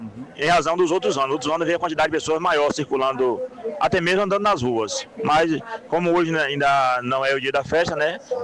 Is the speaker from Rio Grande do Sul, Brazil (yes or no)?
no; Nilo Peçanha, Bahia, Brazil; Eu sou natural de Nilo Peçanha, mas vim com a Romaria de Piraí do Norte.